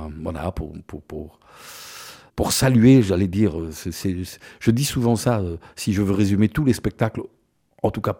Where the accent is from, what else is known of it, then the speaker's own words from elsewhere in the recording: Marloie, Wallonia, Belgium; mais à Marloie précisément, ma terre natale, le cercle paroissial s'appelait l'Oasis.